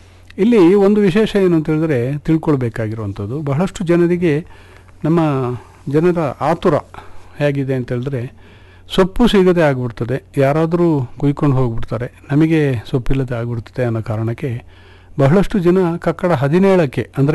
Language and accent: Kannada; Kodagu, Karnataka, India; ನಮ್ಮ ಕೊಡಗು ಜಿಲ್ಲೆಯಲ್ಲಿ ಏಕಕೃಷಿಯನ್ನು ಮಾತ್ರ ಮಾಡುವಂಥ ಪದ್ಧತಿ ಇದೆ.